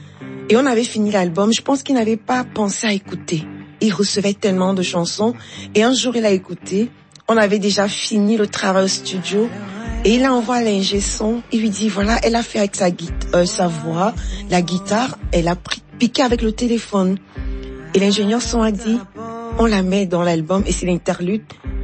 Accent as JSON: {"language": "French", "country": "Cameroon", "said": "Chez les Béti, chez nous, au Cameroun, on va dire l'onkul."}